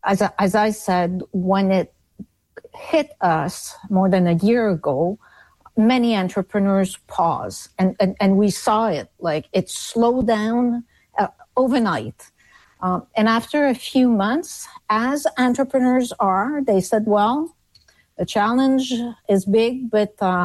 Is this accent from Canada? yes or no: yes; Canada; But what I felt the most, Amanda, and it's still there and quite strong, is the being proud of being Canadian.